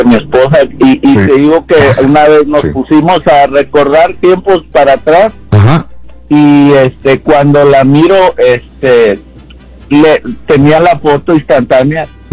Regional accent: Matamoros, Tamaulipas, Mexico; Sí, Laura, somos de Matamoros, Raúl.

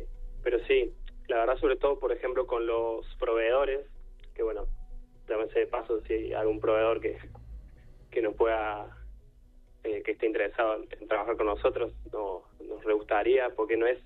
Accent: Córdoba, Argentina; Yo amo Córdoba, amo mi provincia.

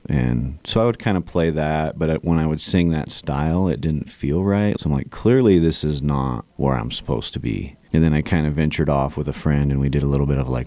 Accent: Sandy, Utah, United States; also born or lived in Tennessee; I'm from Sandy, Utah.

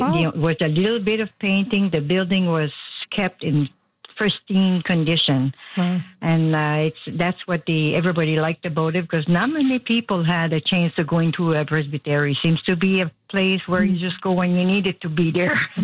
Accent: New Brunswick, Canada; born or raised there

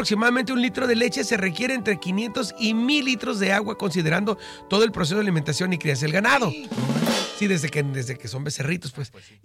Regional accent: Tijuana, Baja California, Mexico; los que somos tijuanenses, más o menos, y ya viejones como yo

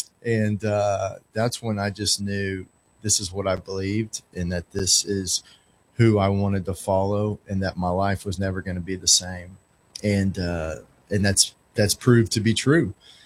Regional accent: San Antonio, Texas, United States; Yeah, so I was born in Texas. I'm a Texan. Really grew up in San Antonio. That's where my formative years were

